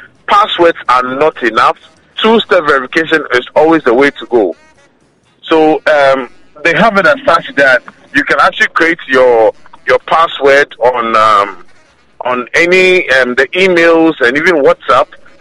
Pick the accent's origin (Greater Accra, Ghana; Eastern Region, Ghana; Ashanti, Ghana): Greater Accra, Ghana; Teshie; So today we're from Teshi. So we are from, we're from Teshi, which is basically, we are from Teshi, which is a vibrant and historical coastal town located in the Greater Accra region of Ghana.